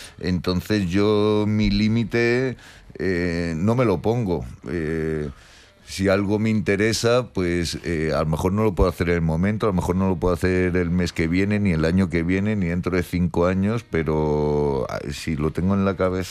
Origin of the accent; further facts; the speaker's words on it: Madrid, Community of Madrid, Spain; Porque yo soy madrileño, vivo aquí en Madrid y estoy todo el año trabajando muchísimo por todas partes